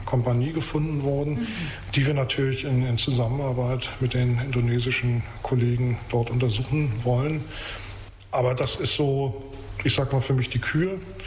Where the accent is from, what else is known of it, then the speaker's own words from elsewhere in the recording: Mecklenburg-Vorpommern, Germany; born there; ich bin auf der Insel Rügen geboren